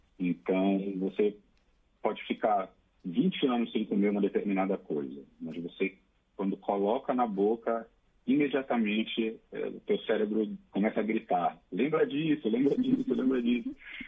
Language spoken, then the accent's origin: Portuguese; Belém, Pará, Brazil; now in São Paulo, Brazil; Eu sou natural de Belém, capital do Pará. Então, quando eu me mudei para São Paulo, 10 anos atrás